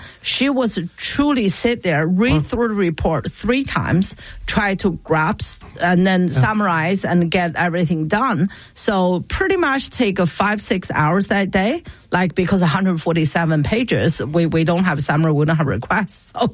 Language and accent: English; China; We don't have, by the way, I come from China, we don't have school bus.